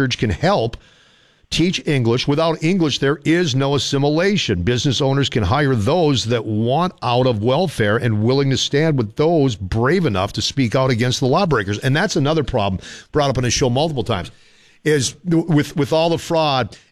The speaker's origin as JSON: {"language": "English", "region": "Minnesota", "country": "United States", "tie": "born or raised there", "said": "It's my home state."}